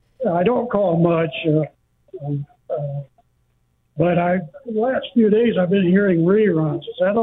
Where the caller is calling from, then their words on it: Yucca, Arizona, United States; from Yucca, not Kenny from Yucca.